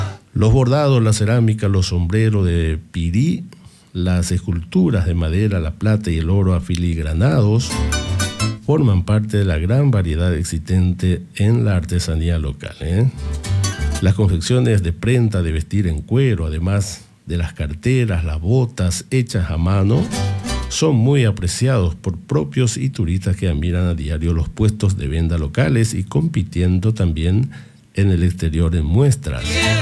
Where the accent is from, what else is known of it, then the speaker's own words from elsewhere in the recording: Paraguay; es nuestro folclore paraguayo.